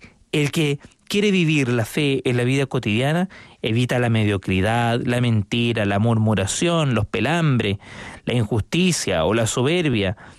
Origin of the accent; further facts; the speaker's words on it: Valparaíso, Chile; Le mando un saludo grande ya a la zona de Valparaíso, desde allá, porque yo soy desde allá, soy párroco del Cerro Playa Ancha, allá en la parroquia Nuestra Señora de la Medalla Milagrosa.